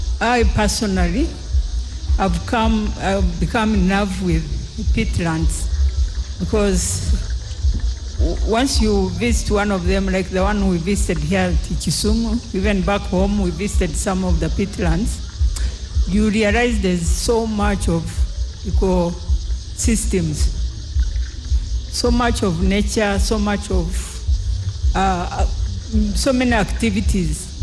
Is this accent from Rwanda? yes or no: yes; Rwanda; English is a second language; I'm from Rwanda.